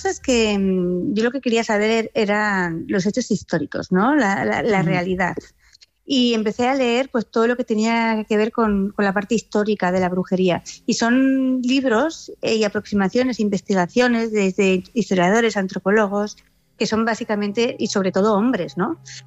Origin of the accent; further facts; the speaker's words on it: Basque Country, Spain; como yo soy vasca también, ¿no? Y como vasca, pues creciendo en estos bosques y en este mar tan bravo que tenemos